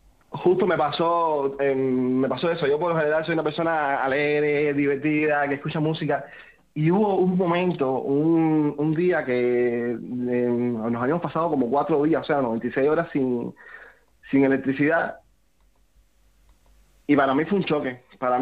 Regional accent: Guantánamo, Oriente, Cuba; que yo soy muy de Oriente, de Santiago, de Guantánamo

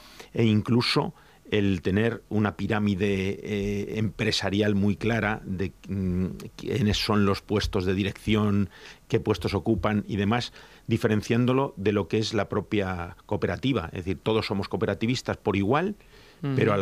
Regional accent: Madrid, Community of Madrid, Spain; yo no soy de extremeño, yo soy de Madrid

